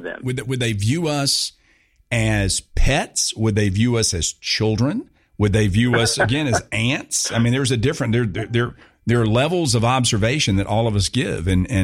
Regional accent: United States; I'm an American.

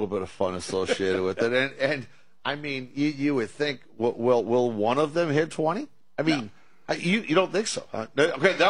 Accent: Detroit, Michigan, United States; When I grew up as a kid, I grew up in Detroit, American League City.

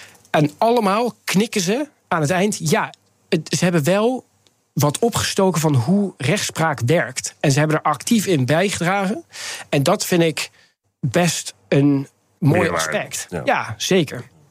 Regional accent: Netherlands; moved away as an adult; now in Scotland, United Kingdom; Ik ben opgegroeid in Nederland.

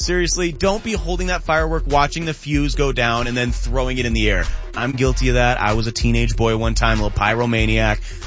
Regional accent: Pittsburgh, Pennsylvania, United States; I'm from Pittsburgh.

